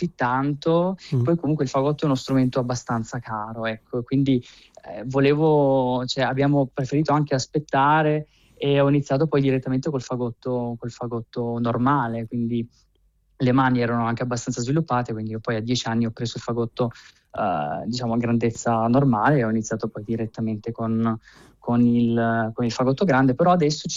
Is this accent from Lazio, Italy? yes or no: no; Lecce, Apulia, Italy; moved away as an adult; also born or lived in Brindisi; now in Munich, Germany; perché io sono nato a Brindisi, però ho cresciuto a Lecce, ho fatto la scuola a Lecce, anche la mia famiglia si trova a Lecce, quindi sono pugliese.